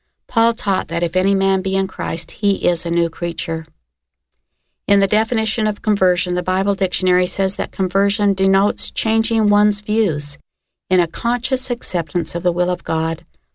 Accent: Salt Lake City, Utah, United States; thinking that because I was from Salt Lake City, I would feed them spiritually.

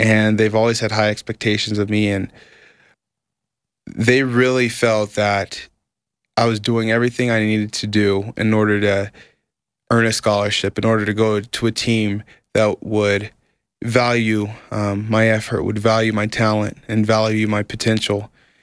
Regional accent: Palmdale, California, United States; Growing up in Palmdale, I had next-door neighbors and friends that were LDS.

